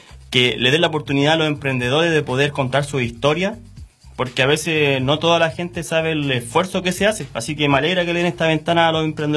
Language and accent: Spanish; Valparaíso, Chile; yo soy de Valparaíso y me alegra tener un negocio aquí en Valparaíso